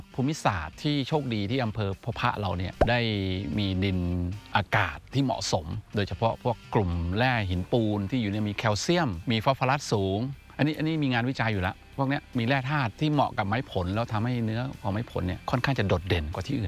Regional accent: Chiang Mai, Thailand; ผมเป็นคนเชียงใหม่

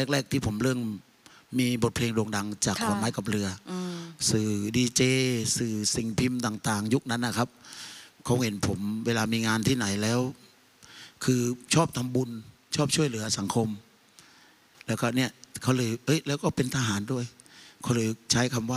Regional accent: Southern Thailand, Thailand; คือด้วยความเป็นคนใต้เนี่ยคำว่าเวียนครกนี่มันเหมือนกับเราโตมาเกิดมาปุ๊บเวลา

